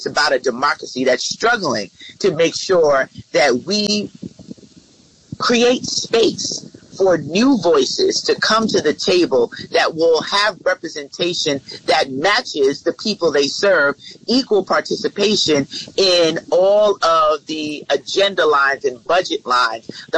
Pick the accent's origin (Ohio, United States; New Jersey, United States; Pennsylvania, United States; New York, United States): New York, United States; I'm from New York, so I know Chuck.